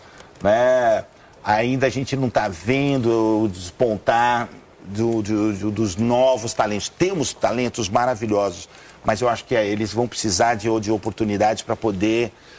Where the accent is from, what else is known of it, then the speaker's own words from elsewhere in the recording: Brazil; now in United States; Porque depois que eu saí do Brasil, eu lembro do meu pai, horas incansáveis, escrevendo os arranjos... para dar orquestra da igreja, para o coro. E a minha primeira orquestra foi também numa igreja lá nos Estados Unidos